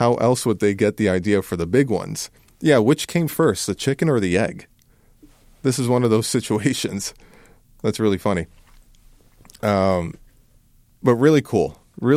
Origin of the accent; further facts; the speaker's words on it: Brampton, Ontario, Canada; I grew up in Brampton